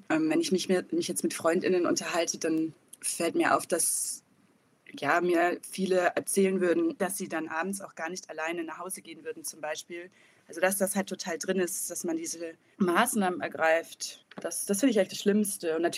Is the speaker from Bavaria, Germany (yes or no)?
yes; Nuremberg, Bavaria, Germany; dass ich über Weihnachten in meiner Heimatstadt war, also in Nürnberg